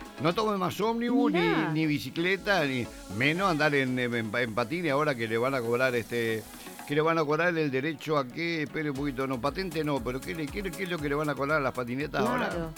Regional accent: Uruguay; lo usamos los uruguayos.

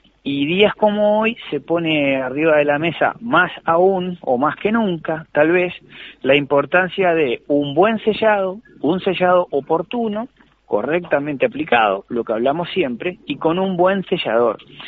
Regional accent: Florida, Uruguay; Yo soy de acá de Florida

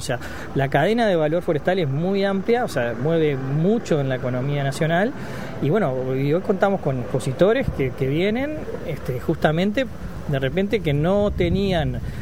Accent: Uruguay; nosotros, Uruguay

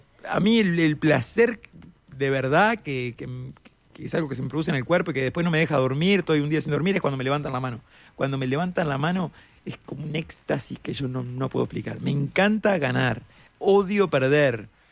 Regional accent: Uruguay

